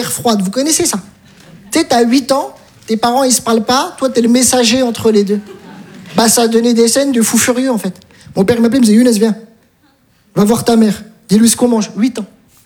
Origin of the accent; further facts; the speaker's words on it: Metz, Grand Est, France; Je viens de Metz, j'ai tout abandonné.